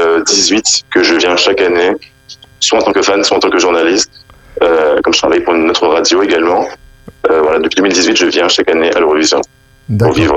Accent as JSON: {"language": "French", "country": "France", "said": "je suis français, ouais, d'origine italienne"}